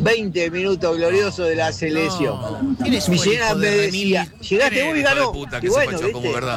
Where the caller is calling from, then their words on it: Buenos Aires, Argentina; de Floresta.